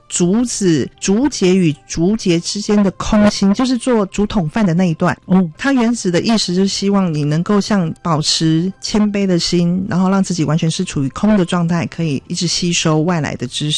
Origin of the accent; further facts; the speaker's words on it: Taiwan; born there; 我没有在部落成长过，我的父亲其实因为他特殊的身份，所以我也不算真的在眷村长大，我们是在眷村的外围，所以我并没有部落生活经验